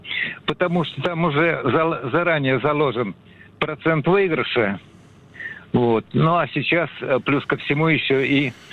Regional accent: Moscow, Russia; Я из Москвы.

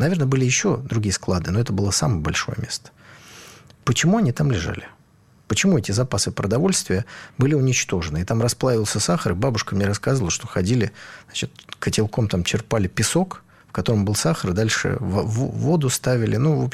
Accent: Saint Petersburg, Russia; Вот я ленинградец.

